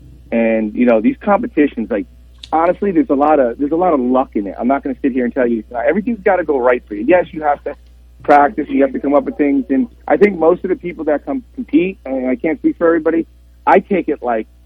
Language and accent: English; New York, United States; growing up in New York